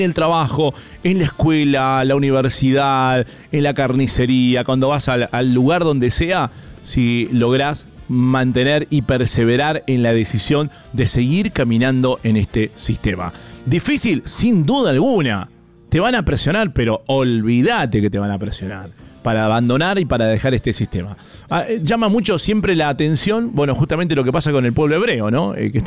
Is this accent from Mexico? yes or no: no; Argentina; somos argentinos obviamente